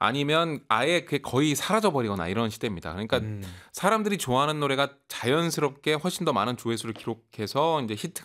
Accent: Seoul, South Korea; 고향이 서울

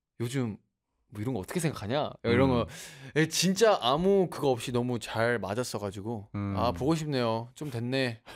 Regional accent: Australia; first language English; Korean is a second language; English is my first language, guys. I'm Australian.

